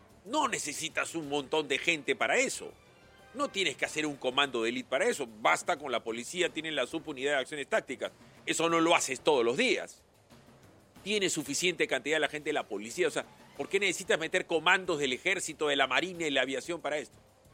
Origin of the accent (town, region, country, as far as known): Peru